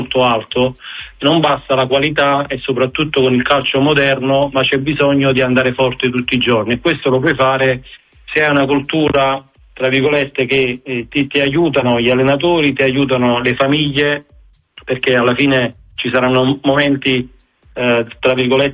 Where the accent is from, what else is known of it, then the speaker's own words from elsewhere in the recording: Naples, Campania, Italy; soprattutto per me da napoletano